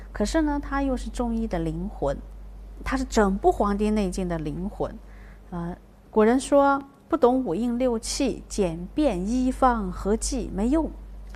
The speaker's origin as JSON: {"language": "Chinese", "country": "China"}